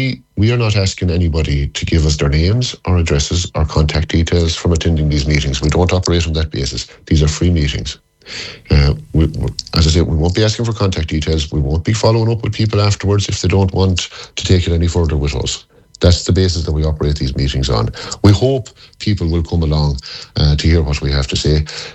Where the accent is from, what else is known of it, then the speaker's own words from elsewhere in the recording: Connacht, Ireland; I come from East Galway.